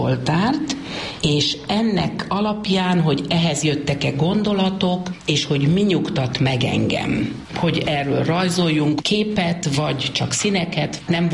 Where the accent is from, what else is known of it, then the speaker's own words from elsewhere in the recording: Hungary; moved away as an adult; now in Switzerland; jövőre lesz 50 éve, hogy itt élek. És annyira, de annyira magyar vagyok